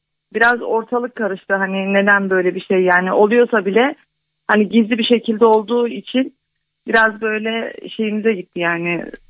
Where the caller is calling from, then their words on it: Istanbul, Turkey; ben İstanbul'dan arıyorum